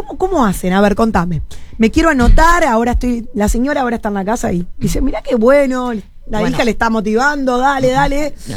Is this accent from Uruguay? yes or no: yes; Canelones, Uruguay; Yo soy de Canelones, Rosario.